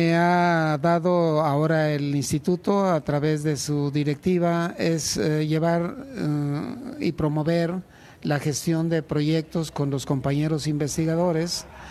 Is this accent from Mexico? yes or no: yes; State of Mexico, Mexico; tengo hijos que aquí nacieron, yo soy del Estado de México y lo digo con mucho orgullo, aunque haya viajado mucho